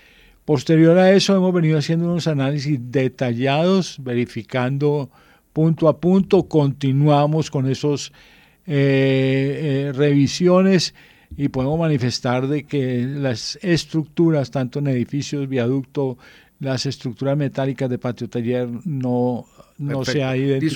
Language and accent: Spanish; Palmira, Valle del Cauca, Colombia; now in Bogotá, Colombia; además yo soy de Palmira, mi familia afortunadamente bien